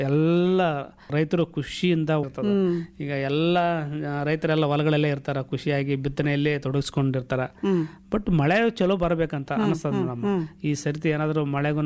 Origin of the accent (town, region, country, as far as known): Raichur, Karnataka, India